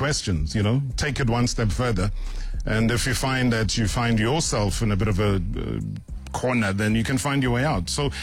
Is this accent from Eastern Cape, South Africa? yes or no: no; Vryheid, KwaZulu-Natal, South Africa; born there; So, I was born in Vryheid.